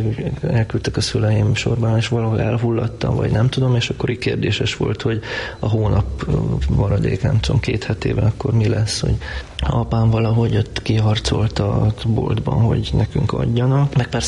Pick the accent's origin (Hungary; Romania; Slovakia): Romania; Mégis egy kellemes környezetben nőttem fel. Mindig ott volt a humor. Nem biztos, hogy azért, mert hogy egyszerűen csak úgy annyira vicces család volt, hanem hogy elég nehéz volt sok minden. Tehát a múlt rendszer, a Ceausescu diktatúra, az én családomnak nagyon nehéz volt.